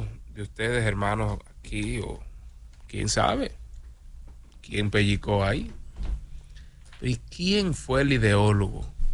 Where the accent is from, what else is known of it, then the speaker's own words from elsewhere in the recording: Dominican Republic; morimos soñando nosotros como dominicanos.